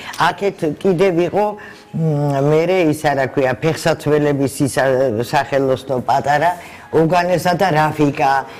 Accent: Tbilisi, Georgia; born or raised there

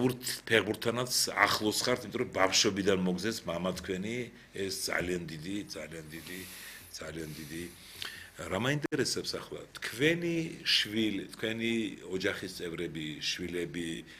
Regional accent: Sukhumi, Abkhazia, Georgia; moved away; მე სოხუმელი ვარ თვითონ

